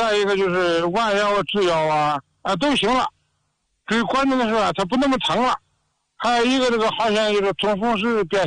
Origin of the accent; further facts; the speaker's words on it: Baoding, Hebei, China; 我是河北保定的。